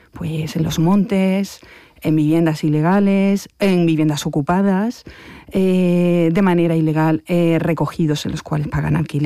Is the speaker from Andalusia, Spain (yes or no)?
no; Ceuta, Spain; now in Murcia, Spain; mi pueblo está asustado, está acostumbrado a la inmigración, está acostumbrado a que Ceuta sea un punto fronterizo con frontera terrestre, con África, está en el continente africano